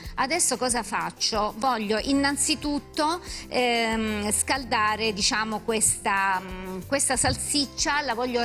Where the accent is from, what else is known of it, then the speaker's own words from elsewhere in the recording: Apulia, Italy; io sono salentina.